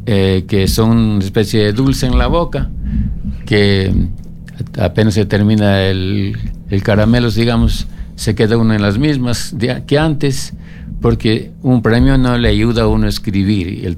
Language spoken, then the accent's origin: Spanish; Spain; moved away as an adult; Vine yo de España recién graduado y recién casado